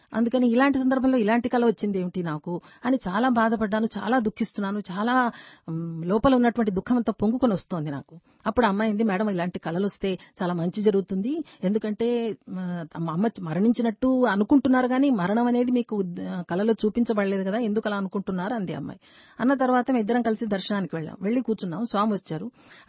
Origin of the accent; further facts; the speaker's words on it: Andhra Pradesh, India; నాకు అప్పుడు చాలా నచ్చింది, ఎందుకంటే నేను రాయలసీమ దాన్ని, స్వామి రాయలసీమ సంబంధించినటువంటి వారు, తీపులు చాలా బాగున్నాయి స్వామి అని అన్నాను.